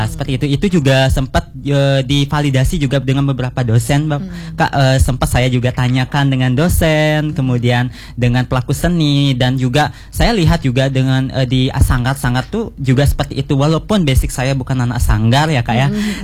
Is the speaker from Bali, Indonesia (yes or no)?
yes; Menyali, Bali, Indonesia; tradisi atau tarian yang dari desa saya sendiri